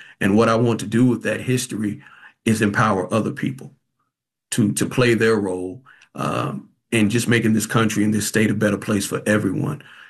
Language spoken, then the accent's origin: English; Roanoke Rapids, North Carolina, United States; about Crystal Lee Sutton, in my hometown of Running Rapids.